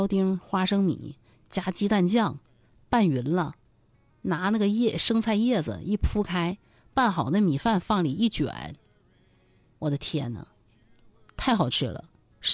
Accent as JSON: {"language": "Chinese", "town": "Harbin", "region": "Heilongjiang", "country": "China", "said": "就是我也是正宗的哈尔滨人，有的时候也怀念那口地道的东北味儿。"}